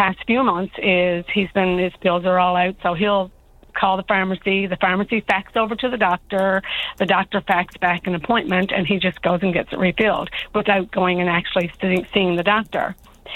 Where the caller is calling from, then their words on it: Fortune, Newfoundland and Labrador, Canada; I'm calling from the Burnham Peninsula, from Fortune, actually.